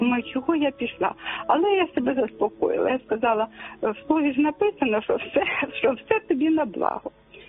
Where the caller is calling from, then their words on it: Kyiv, Ukraine; я з Києва дзвоню.